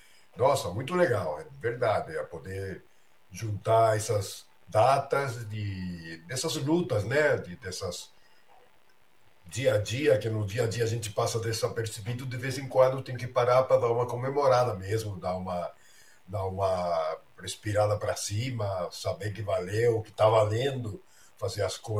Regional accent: Málaga, Andalusia, Spain; now in Brazil; Isso, nasci no Andalucía.

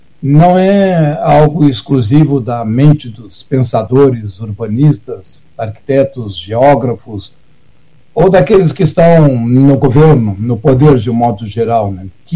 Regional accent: Rio Grande do Sul, Brazil; E principalmente nós que somos gaúchos, né?

